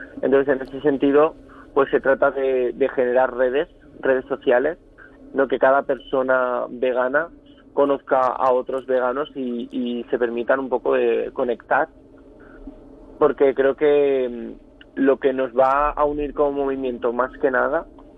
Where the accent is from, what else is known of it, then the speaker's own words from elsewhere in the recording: Buñol, Valencian Community, Spain; la comarca de mi pueblo pues se llama La Olla de Buñol.